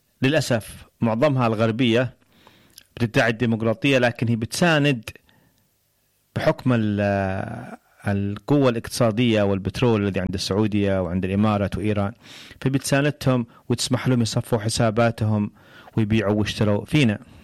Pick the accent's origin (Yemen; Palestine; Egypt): Yemen; وإحنا جزء من المجتمع اليمني، يعني إحنا كراديو نور الأمل جزء من المجتمع هذا، كيمنيين مسيحيين